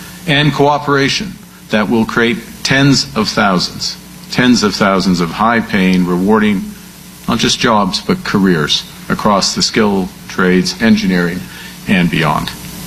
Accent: Edmonton, Alberta, Canada; born there; also born or lived in Fort Smith, Northwest Territories; I was in junior high with Alex Forbe, junior high in Edmonton.

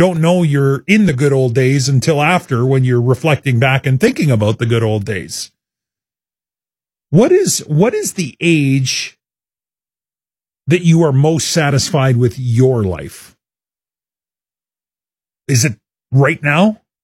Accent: Saskatoon, Saskatchewan, Canada; born or raised there

